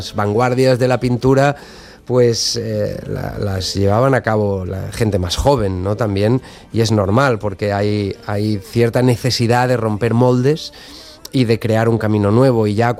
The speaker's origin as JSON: {"language": "Spanish", "country": "Spain", "said": "Nosotros somos españoles y nos gusta que todo aquello que tiene que ver con la música española aparezca en nuestras canciones."}